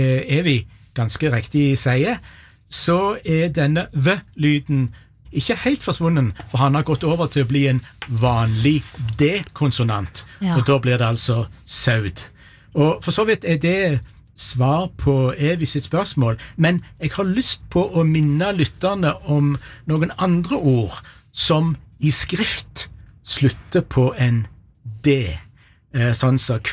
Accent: Rogaland, Norway; dette selvsagt ikke bare er et Rogalandsfenomen, men jeg brukte heimfylket mitt som eksempel i det innslaget for noen veger siden.

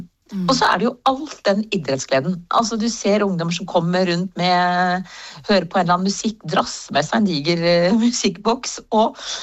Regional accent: Elverum, Innlandet, Norway; also born or lived in South Sudan / United Arab Emirates; da jeg er fra Elverum, men jeg har vokst opp delvis i Sør-Sudan og Emiratene.

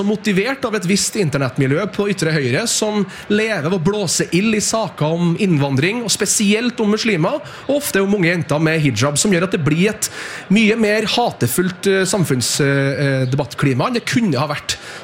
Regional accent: Trøndelag, Norway; now in Arendal, Norway; Jeg føler meg veldig trygg når jeg går her i Arendal i dag, når jeg er hjemme i Trøndelag.

